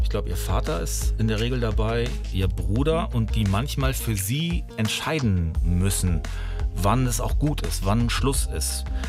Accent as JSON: {"language": "German", "country": "Germany", "tie": "born or raised there", "said": "Ich bin als Kind aufgewachsen am Rhein"}